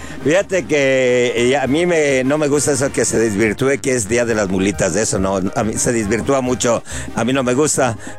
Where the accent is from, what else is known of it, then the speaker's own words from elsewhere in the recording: Valle de Guadalupe, Jalisco, Mexico; moved away; cuando salíamos nosotros de la primaria allá en mi pueblo, en Valle de Guadalupe, Jalisco